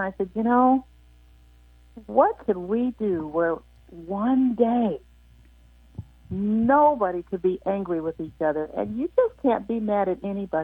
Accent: California, United States; But I'm born and bred right here in the Inland Empire.

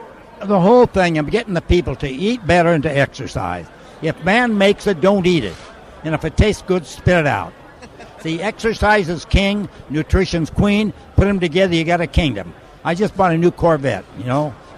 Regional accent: San Francisco, California, United States; born there; I was born in San Francisco.

